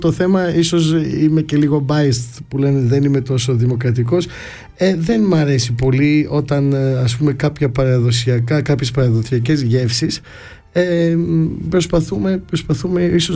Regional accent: Istanbul, Turkey; Σαν Έλληνας της πόλης χαίρομαι σε αυτό

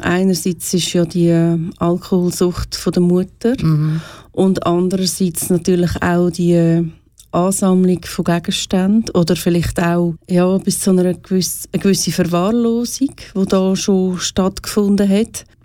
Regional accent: Switzerland; Auch bei uns in der Schweiz nicht.

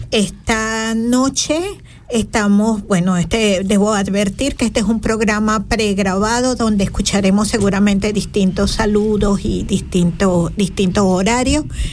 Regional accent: Venezuela; moved away; De quienes estamos aquí en la emisora, dos somos venezolanas por todos los lados, y una es venezolana

